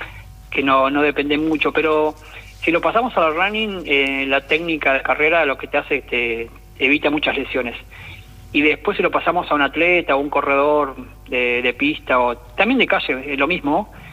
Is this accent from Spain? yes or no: no; San Salvador, Entre Ríos, Argentina; yo nací en una ciudad que se llama San Salvador, Entre Ríos